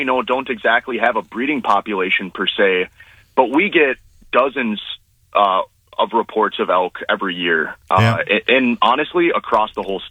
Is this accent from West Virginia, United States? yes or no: no; Wisconsin, United States; moved away; I grew up in Wisconsin